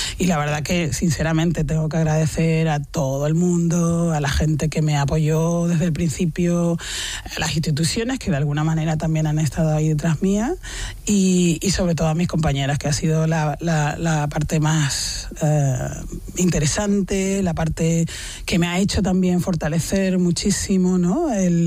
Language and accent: Spanish; Canary Islands, Spain; accent: Canarian; also born or lived in Córdoba; Sí. Yo es que me siento muy canaria. Cordobesa también